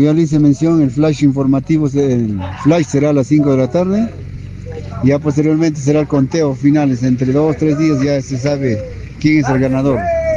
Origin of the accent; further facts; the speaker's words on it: Quiruvilca, La Libertad, Peru; nuestro distrito de Quirubilca y nuestra provincia de Santiago de Chufe, porque nos sirve nuestra región La Libertad.